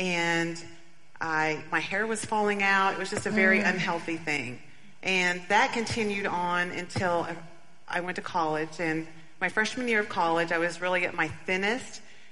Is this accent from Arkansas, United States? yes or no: yes; Bentonville, Arkansas, United States; Well, I grew up in Bentonville, Arkansas.